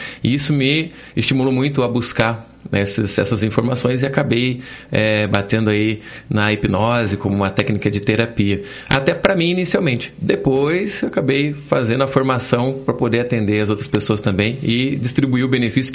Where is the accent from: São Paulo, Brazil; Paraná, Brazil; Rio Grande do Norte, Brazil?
Paraná, Brazil; Curitiba; born there; Sou curitibano